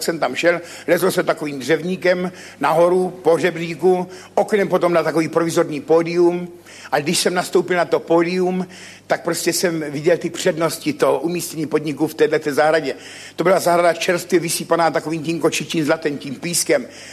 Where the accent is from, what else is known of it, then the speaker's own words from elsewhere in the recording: Ivančice, South Moravian Region, Czechia; jsem z Ivančic, ale nepiju.